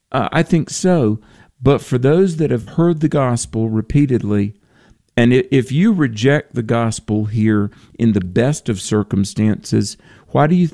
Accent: the South, United States; growing up in the Bible Belt

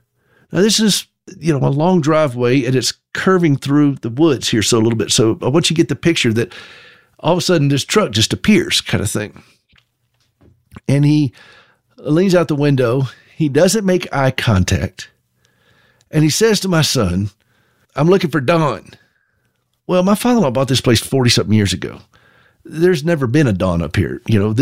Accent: Southern United States, United States; now in Montana, United States; and you have to understand about Montana too, that I'm from the South, where sarcasm is a way of life. I mean, that we just say things in the South differently.

